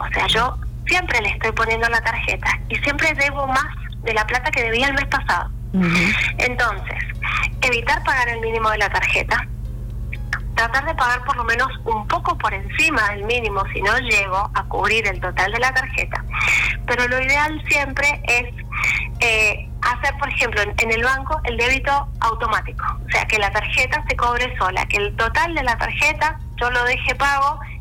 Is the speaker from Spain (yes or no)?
no; Argentina; A nosotros como argentinos